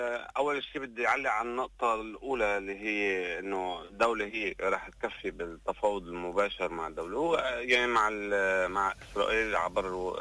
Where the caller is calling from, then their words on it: Tripoli, North Governorate, Lebanon; من طرابلس